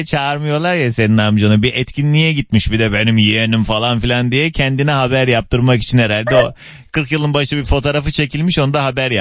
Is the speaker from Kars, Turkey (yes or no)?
yes; Kars, Turkey; Ben bilmiyorum Karslıyım.